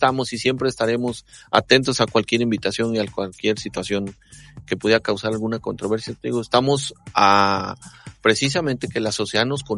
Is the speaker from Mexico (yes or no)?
yes; Mexico; todos somos mexicanos